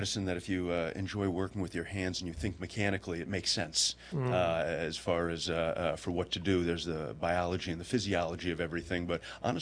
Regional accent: Springfield, Massachusetts, United States; I grew up in Springfield, graduated from Cathedral High School, and ended up going to Westfield State.

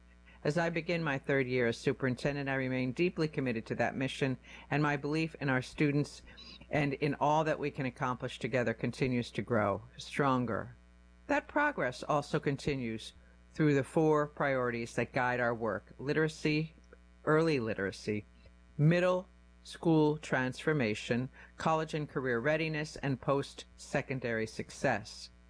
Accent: Springfield, Massachusetts, United States; Growing up in the North End, surrounded by Black, Latino, and white families

